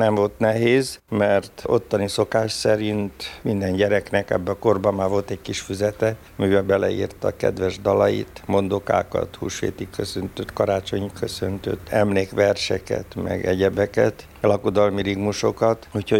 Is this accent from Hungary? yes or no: no; Răscruci, Cluj County, Romania; beadtam a Válaszúti népdalgyűjtést, a szülőfalum.